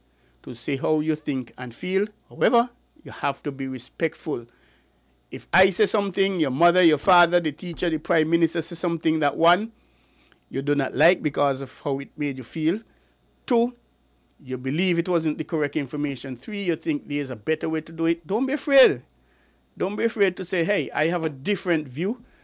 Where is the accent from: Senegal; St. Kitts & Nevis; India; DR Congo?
St. Kitts & Nevis; we're from St. Kitts Nevis